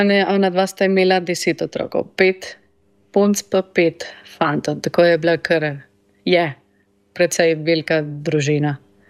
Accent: Tucumán, Argentina; Slovenian is a second language; moved away as an adult; now in Slovenia; Sem se rodila v Tukumanu, to je v severu Argentine. Sem tam živela praktično celo življenje, 27 let. In potem sem pa se preselila sem v Slovenijo in tukaj živim že 3 leta pa pol približno.

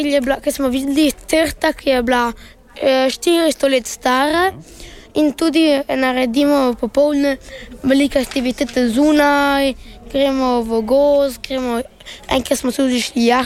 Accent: Belgium; also born or lived in Postojna, Slovenia; Ja, jaz prihajam iz Belgije, pač moj oče je iz Italije, moja mama je iz Hrvaške in Slovenije. In jaz sem se rodil v Postojni v Sloveniji.

